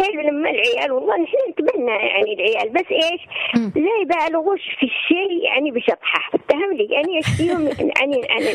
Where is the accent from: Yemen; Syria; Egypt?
Yemen; Aden; accent: Adeni; اللهجة العدنية أو اليمنية بشكل عام يعني افتهملي يعني لهجتنا إحنا يعني يمكن إحنا يقول لك يعني يمكن كلامنا في عدن أغلبيته من القرآن بشكل عقيم. إحنا ننطق الجيم ننطق القاف